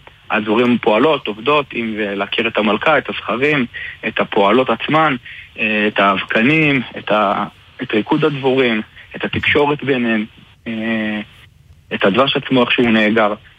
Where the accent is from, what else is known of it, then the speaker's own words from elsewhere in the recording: Beit Horon, Judea and Samaria Area, Israel; אני גר בבית חורון. נולדתי פה, גדלתי פה, אני עדיין נמצא בבית חורון. מי שלא מכיר, במועצה אזורית מטה בנימין. אני בן 39